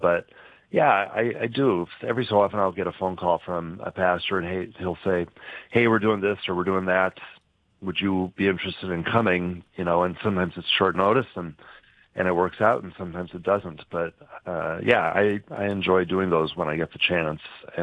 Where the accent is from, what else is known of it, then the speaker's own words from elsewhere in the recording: Omaha, Nebraska, United States; I grew up in Omaha